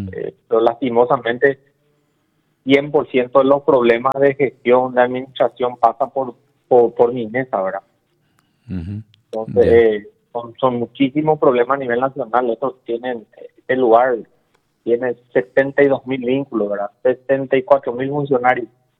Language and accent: Spanish; Pedro Juan Caballero, Amambay, Paraguay; moved away